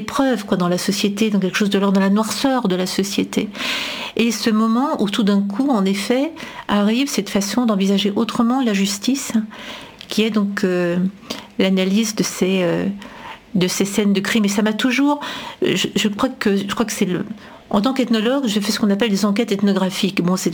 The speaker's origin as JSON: {"language": "French", "country": "Belgium", "said": "je suis belge"}